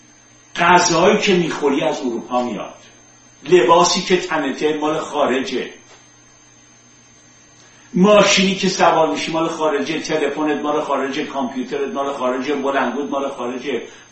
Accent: Iran; توی اون کشور بزرگ شدم.

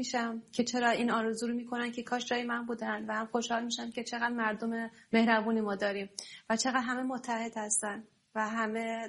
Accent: Iran; moved away; چون در یک کشور خب دور افتاده از ایران هستم، دور از خانواده و وطنم هستم

